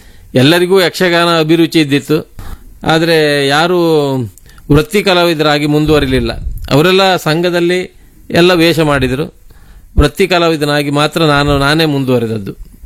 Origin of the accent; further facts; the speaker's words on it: Karnataka, India; ಗೆಂಡದ ಹೈಗುಳಿ, ಅಲ್ಲಿ ನಮ್ಮ ಮನೆ ಹತ್ತಿರ ಅದು